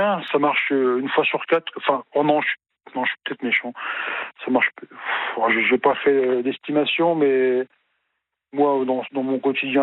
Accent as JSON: {"language": "French", "region": "Grand Est", "country": "France", "said": "Non, mais comme je suis lorrain, vosgien d'origine, du coup."}